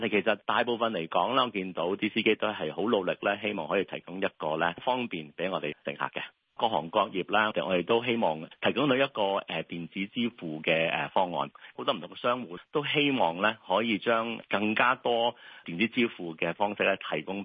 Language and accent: Cantonese; Hong Kong; 我哋香港人